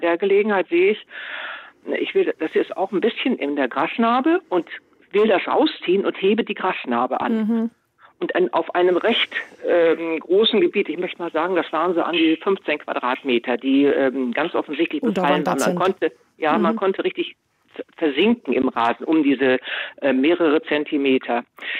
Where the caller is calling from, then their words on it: Lower Saxony, Germany; Ich rufe aus Niedersachsen an und wir wohnen in einem recht feuchten Gebiet.